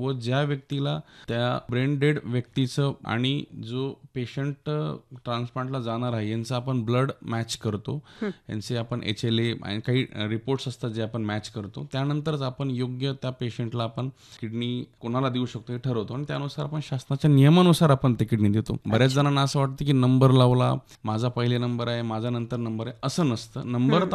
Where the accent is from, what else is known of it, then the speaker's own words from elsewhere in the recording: Renapur, Maharashtra, India; मी मूळचा पाथरी तालुक्यातील रेणापूर हे माझं गाव आहे.